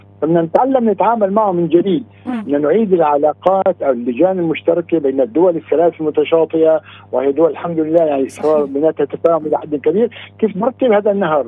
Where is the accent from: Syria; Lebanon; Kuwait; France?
Syria; Aleppo, Aleppo Governorate; نحن عندنا في حلب